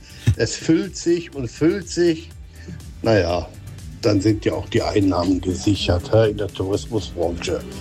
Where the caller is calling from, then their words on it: Radolfzell, Baden-Württemberg, Germany; hier ist immer … aus Radolfzell. Grüß dich. Radolfzell am Bodensee.